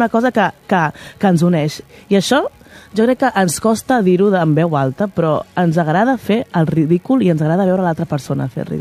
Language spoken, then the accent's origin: Catalan; Hostalets de Balenyà, Catalonia, Spain; El meu poble, Hostalets de Balenyà, va participar-hi. Va participar-hi l'any 2001, jo tenia 10 anys.